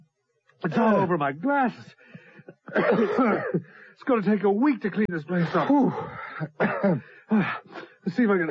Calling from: St. John's, Newfoundland and Labrador, Canada; No, I'm calling from St. John's.

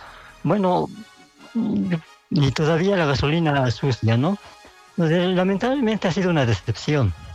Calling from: Viacha, La Paz, Bolivia; Llamo desde Viacha

